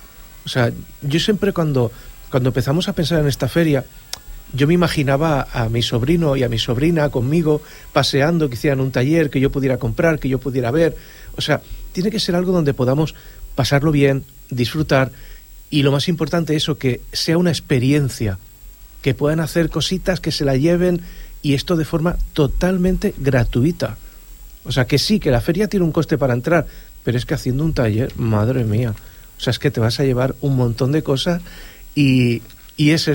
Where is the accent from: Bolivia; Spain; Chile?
Spain; Viladecans, Catalonia; yo como persona que soy de Viladecans